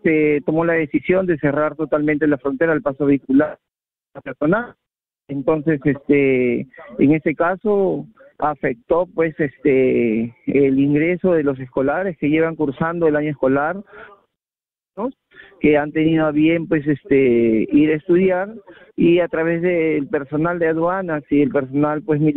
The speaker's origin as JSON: {"language": "Spanish", "country": "Peru", "said": "nosotros como peruanos vamos a ir hasta las últimas consecuencias a la Cancillería"}